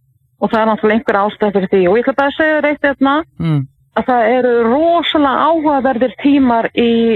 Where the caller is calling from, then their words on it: Torrevieja, Valencian Community, Spain; Torri Veka.